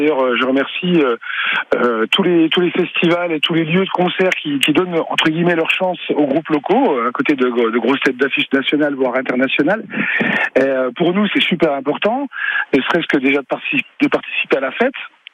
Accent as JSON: {"language": "French", "town": "Belfort", "region": "Bourgogne-Franche-Comté", "country": "France", "said": "Belfort, moi je viens de Belfort, du coup, c'est une ville qui bouge beaucoup au niveau musique, avec plein de styles différents."}